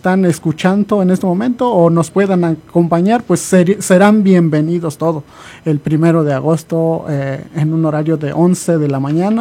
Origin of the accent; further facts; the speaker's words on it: Oaxaca, Mexico; now in Colorado, United States; somos de Oaxaca y estamos muy orgullosos de representar nuestras raíces.